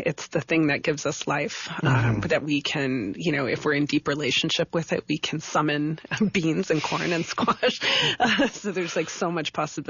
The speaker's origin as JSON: {"language": "English", "town": "Deming", "region": "New Mexico", "country": "United States", "tie": "born or raised there", "said": "So I grew up in Deming, mm-hmm. And just 30 miles north of that border."}